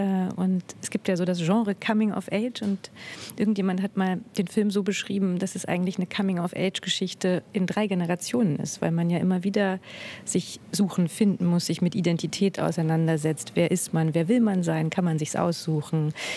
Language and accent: German; Berlin, Germany; hatte als Berlinerin nur so dieses flache Umland